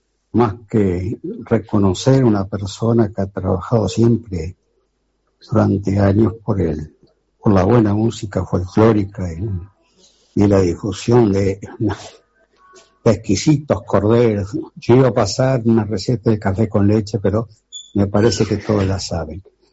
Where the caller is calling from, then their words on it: Montevideo, Uruguay; acá de Malvin Norte